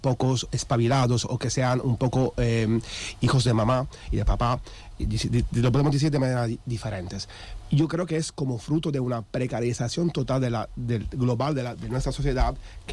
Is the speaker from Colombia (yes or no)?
no; Italy; No, soy italiano.